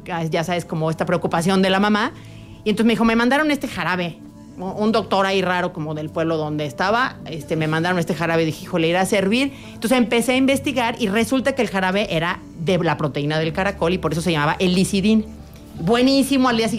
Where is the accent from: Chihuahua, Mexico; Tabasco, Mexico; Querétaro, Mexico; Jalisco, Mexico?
Querétaro, Mexico; Yo soy queretana, de abuelos queretanos y todo.